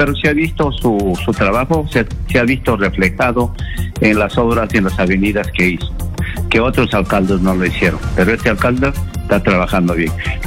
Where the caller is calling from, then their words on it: San Juan de Lurigancho, Lima, Peru; Yo soy de San Juan del Riancho.